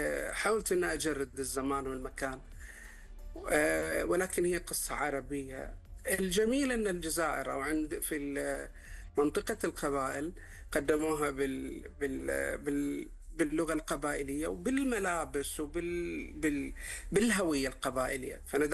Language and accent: Arabic; Saudi Arabia; احنا ما نواجهها كسعوديين